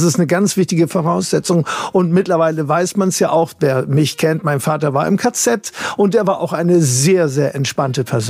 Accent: Hamburg, Germany; Also ich bin ja hier in Hamburg groß geworden, sowohl in Eppendorf als auch auf St. Pauli. Ja. Und dann bin ich irgendwann mal auch nach Wedel gezogen und irgendwann mal war ich in Harburg draußen.

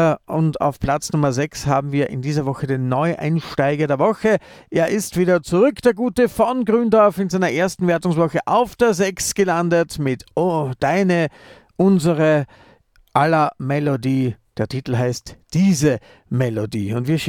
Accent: Austria; Am Dienstag 20 bis 22 Uhr gibt es wieder Musik aus meinem Heimatland. Made in Austria heißt es dann.

